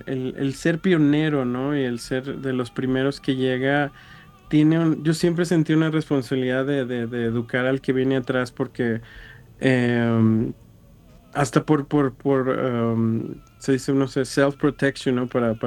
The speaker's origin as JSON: {"language": "Spanish", "region": "Mexico City", "country": "Mexico", "tie": "born there", "said": "Yo nací en el DF"}